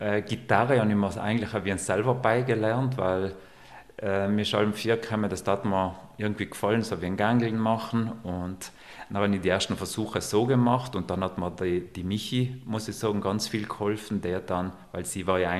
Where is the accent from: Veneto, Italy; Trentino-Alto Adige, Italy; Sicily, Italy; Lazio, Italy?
Trentino-Alto Adige, Italy; Bolzano; Aufgewachsen bin ich in Bozen. Ich war ganz lang im Zentrum von Bozen, in der Wangergasse und später dann im Eisenkellerweg in Griers.